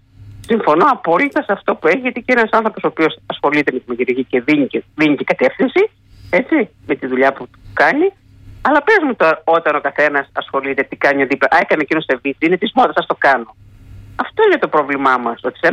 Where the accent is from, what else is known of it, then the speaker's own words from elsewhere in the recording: Macedonia, Greece; Άλλο εμείς εδώ στη Μακεδονία έχουμε